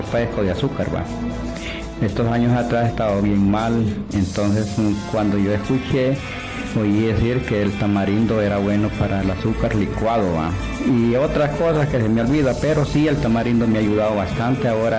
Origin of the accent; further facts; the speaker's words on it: Esquías, Comayagua, Honduras; Yo vengo de Esquías.